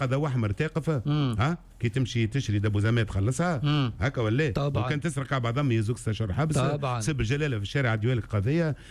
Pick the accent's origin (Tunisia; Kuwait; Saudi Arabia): Tunisia; Sousse, Sousse Governorate; انا سوسه ما ندخلهاش معناتها ما نحبهاش سوسه انا في صغري الكل عديته في سوسه